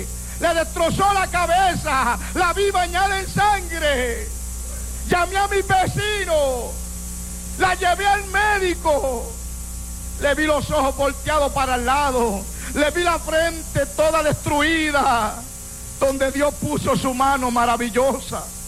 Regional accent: Bayamón, Puerto Rico; born there; also born or lived in Llorens Torres, San Juan; nací en Llorén Torre. Y mientras estábamos viviendo en Llorén Torre, comenzamos a ver las pandillas, la gente reuniéndose, la gente usando droga, la gente bebiendo, la gente peleando. Y se formaban unas tremendas peleas. Y al cabo de unos años nos mudamos para Sierra Linda, Bayamón.

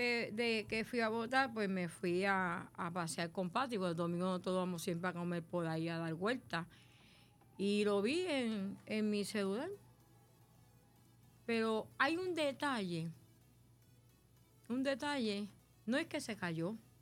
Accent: Cataño, Puerto Rico; soy de Cataño, nací aquí, me crié aquí.

